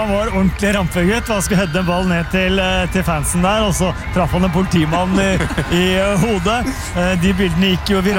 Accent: Oslo, Norway; jeg som er født og oppvokst i Oslo

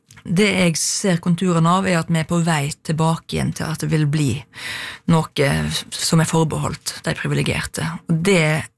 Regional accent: Ølen, Vestland, Norway; min far jobbet som kulturskolerektor, det som da hette musikkskolerektor, i Ølen der jeg vokste opp.

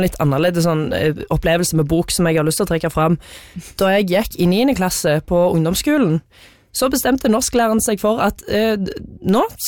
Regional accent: Ålgård, Rogaland, Norway; en svære elv som går blant annet gjennom Olgård, der jeg er fra.

